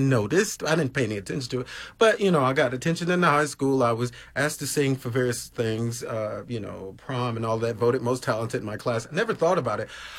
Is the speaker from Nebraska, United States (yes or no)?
no; Georgia, United States